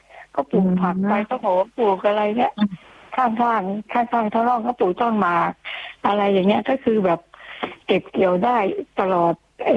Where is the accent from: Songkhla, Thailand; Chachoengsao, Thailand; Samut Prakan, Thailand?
Chachoengsao, Thailand; accent: Paet Riu; สวัสดีค่ะสำเนียงแปดริ้วค่ะ